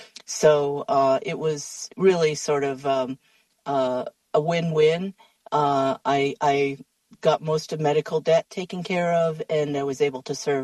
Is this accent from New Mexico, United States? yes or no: yes; Crown Point, New Mexico, United States; now in Prosser, United States; I am originally from Crown Point, New Mexico, and currently live in Prosser.